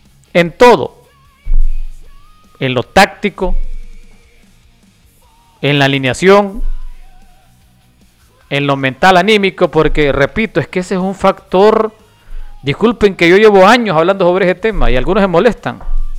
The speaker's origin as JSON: {"language": "Spanish", "country": "Honduras"}